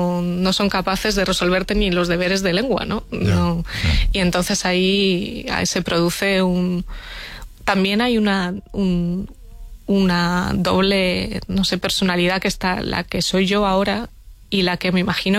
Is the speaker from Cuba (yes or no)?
no; Region of Murcia, Spain; refugiarme en los libros de la biblioteca de mi pueblo, en Murci